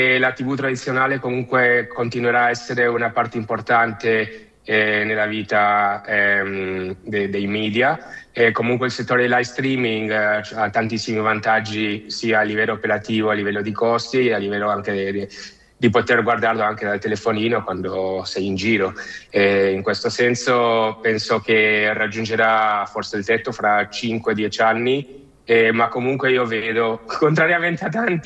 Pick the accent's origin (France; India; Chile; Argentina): Argentina; Buenos Aires; moved away as an adult; also born or lived in Genoa, Italy; Sono originario di Genova, ma sono partito da bambino quando avevo più o meno 3 anni e verso Sud America. Ho vissuto quasi tutta la mia vita in Argentina, a Buenos Aires, dove ci sono anche tanti liguri